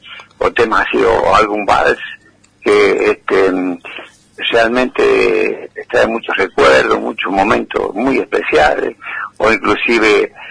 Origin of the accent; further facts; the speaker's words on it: San Juan, Argentina; y yo que soy sanjuanino